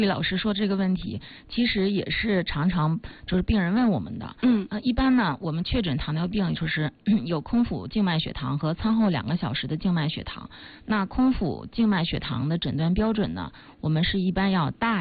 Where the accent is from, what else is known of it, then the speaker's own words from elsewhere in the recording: Northeast China, China; 但是像我们东北人，